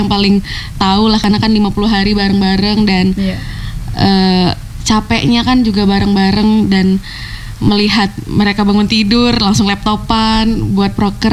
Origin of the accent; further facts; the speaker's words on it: Pekanbaru, Riau, Indonesia; kita sebagai orang Pekanbaru